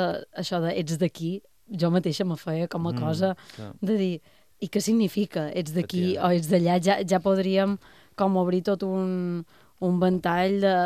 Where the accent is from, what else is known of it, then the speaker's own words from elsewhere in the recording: Mallorca, Balearic Islands, Spain; som mallorquina